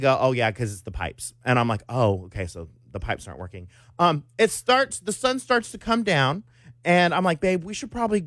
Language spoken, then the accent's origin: English; Dallas, Texas, United States; But I was like, I'm from Oak Cliff, okay? Like, I could survive Oak Cliff.